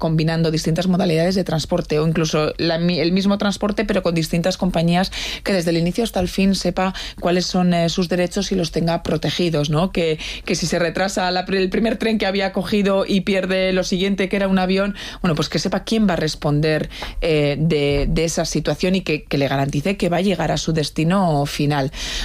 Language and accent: Spanish; Bilbao, Basque Country, Spain; y yo que soy de Bilbao, pues ayer mismo también en el Arenal, una zona muy muy céntrica